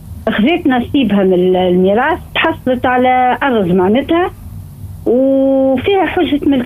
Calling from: Tunisia

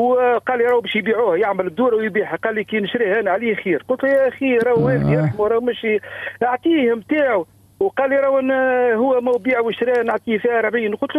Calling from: Tunisia; أهلا وسهلا،

